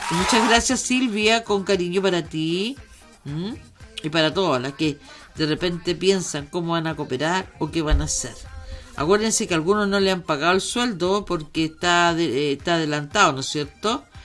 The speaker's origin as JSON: {"language": "Spanish", "country": "Chile"}